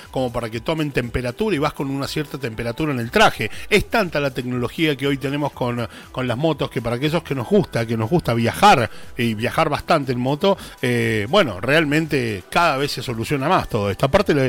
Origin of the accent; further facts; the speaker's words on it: San Luis, Argentina; Yo soy de San Luis, ustedes están en Villa Mercedes, ¿les puedo comprar una moto?